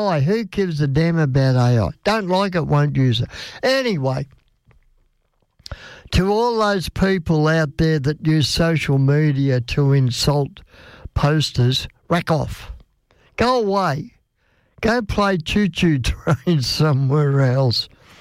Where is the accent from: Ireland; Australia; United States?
Australia; I am an Aussie. Yes. Born and bred.